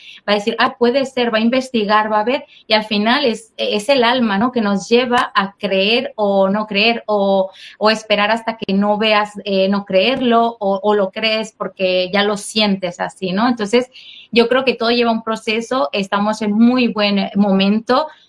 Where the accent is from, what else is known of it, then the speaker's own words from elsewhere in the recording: Mexico; yo soy mexicana, ¿vale?